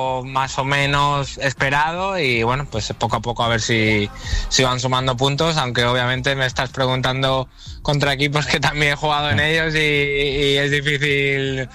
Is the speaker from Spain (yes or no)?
yes; Málaga, Andalusia, Spain; siendo malagueño, habiendo jugado en la cantera y luego en el primer equipo, y bueno, yo vivo aquí, mi casa está aquí, de hecho ahora mismo estoy aquí